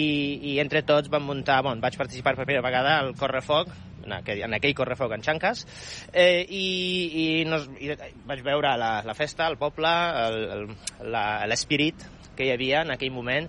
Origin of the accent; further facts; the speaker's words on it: Częstochowa, Silesian Voivodeship, Poland; Jo sóc de ciutat de Częstochowa